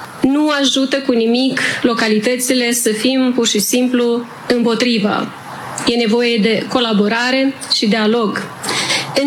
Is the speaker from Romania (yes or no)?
no; Risipeni, Fălești District, Moldova; Eu m-am născut și am copilărit în Risipeni, Pelești.